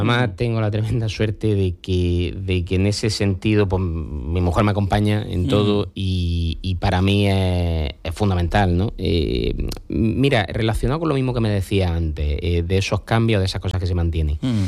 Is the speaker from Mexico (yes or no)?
no; Enix, Andalusia, Spain; el primer fin de semana de octubre era de los más importantes del año, porque claro, eran las fiestas de mi pueblo.